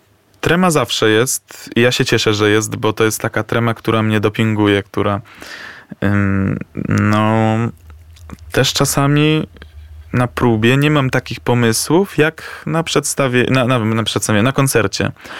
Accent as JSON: {"language": "Polish", "town": "Lublin", "region": "Lublin Voivodeship", "country": "Poland", "said": "u nas w Lublinie"}